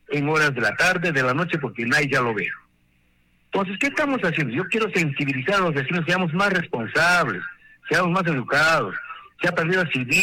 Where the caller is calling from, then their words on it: Peru; soy vecino de Santa Rosa